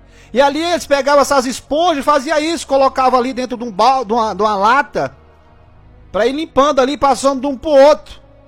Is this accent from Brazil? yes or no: yes; Tocantins, Brazil; Falei igual mineiro agora, né? Apesar de ser goiano, né? Eu sou lá, eu sou do natural do Tocantins, né?